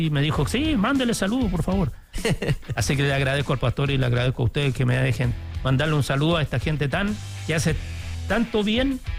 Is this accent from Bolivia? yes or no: no; Achao, Los Lagos, Chile; born there; yo nací en Achao, en la isla de Quinchao.